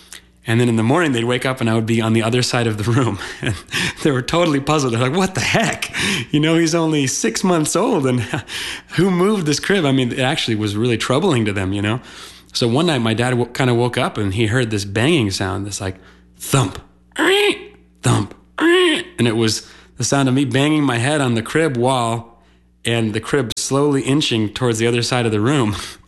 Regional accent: Las Cruces, New Mexico, United States; born there; I was born in New Mexico, in Las Cruces, New Mexico.

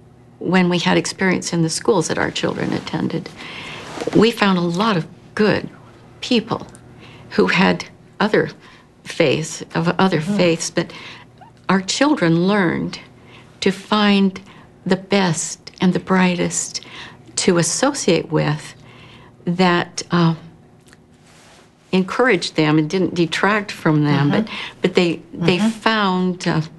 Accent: Utah, United States; moved away as an adult; also born or lived in California; Growing up in Utah

